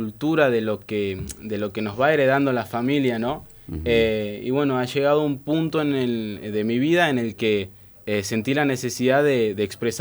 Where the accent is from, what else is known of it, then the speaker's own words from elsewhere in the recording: Buenos Aires, Argentina; Bueno, yo nací en Buenos Aires, en el barrio de La Boca. Pasé viviendo toda mi vida en Buenos Aires